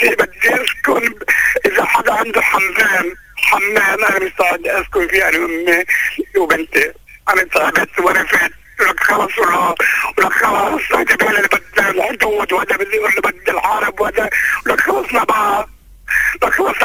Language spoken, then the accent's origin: Arabic; South Lebanon, Lebanon; now in Sidon, Lebanon; اللي هي انا مهجر من الجنوب. قاعد بمنطقة بصيدا بالخيمة.